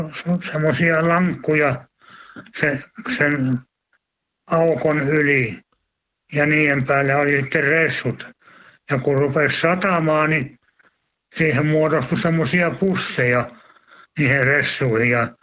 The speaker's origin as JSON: {"language": "Finnish", "town": "Valkjärvi", "region": "Karelia", "country": "Finland", "tie": "born or raised there", "moved": "yes", "said": "sieltä Valkjärveltä."}